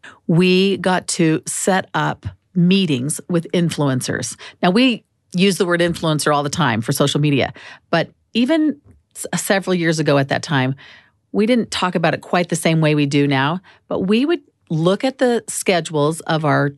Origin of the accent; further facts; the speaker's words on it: Phoenix, Arizona, United States; And I'm from Phoenix. I'm an Arizona girl.